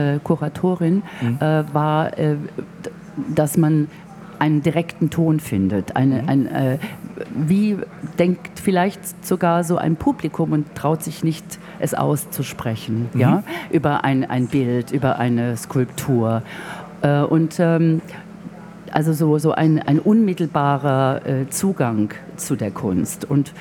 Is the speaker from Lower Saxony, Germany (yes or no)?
no; Mannheim, Baden-Württemberg, Germany; accent: Kurpfälzisch; moved away; Ich habe das dann ins Pfälzische übersetzt, soll in Mundart, also ins Kurpfälzische, ich komme ja aus Mannheim.